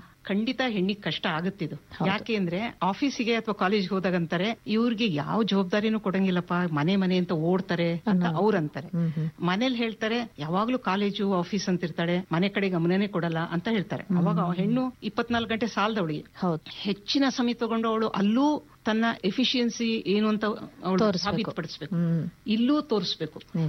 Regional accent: Chitradurga, Karnataka, India; born or raised there; now in Shivamogga, India

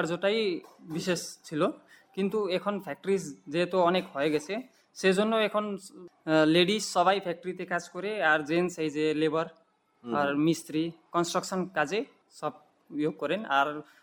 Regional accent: Fulbari, West Bengal, India; আমার জন্ম এখানে, আমার বাবারা প্রায় কত 1950-এর তখন থেকে আছেন

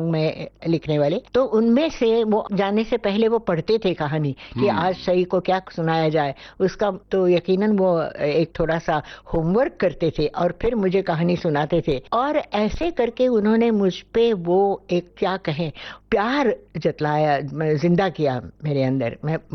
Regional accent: Pune, Maharashtra, India; also born or lived in Lucknow; हाँ पुणे आ गई, और नाना के पास, मतलब अपने पिता के पास, मेरे नाना अप्पा हम कहते थे। और तब से मैं उनकी छत्र छाया में पली बड़ी

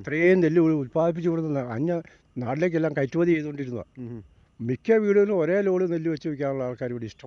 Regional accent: Chathavattam, Kerala, India; ഞങ്ങൾ വരുന്നത് ചാത്തവറ്റം എന്ന് പറഞ്ഞ സ്ഥലത്തുനിന്ന്.

